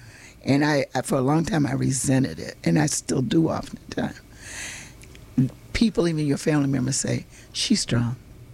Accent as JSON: {"language": "English", "region": "Florida", "country": "United States", "said": "my grandmother, you know, because I come from Florida, right?"}